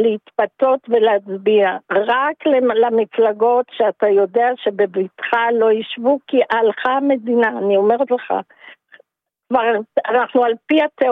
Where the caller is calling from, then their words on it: Sharon plain, Israel; בשרון, אני מהשרון